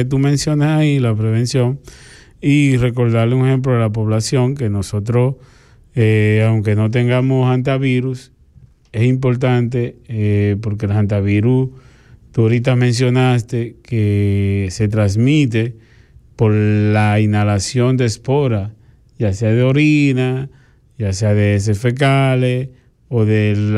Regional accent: Dominican Republic; nosotros tenemos como República Dominicana

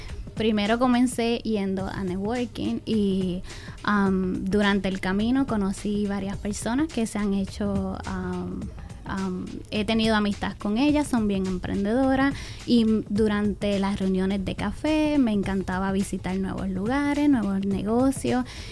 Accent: Puerto Rico; moved away as an adult; now in United States; Llegué a este país en el 2012 y soy puertorriqueña, madre y esposa.

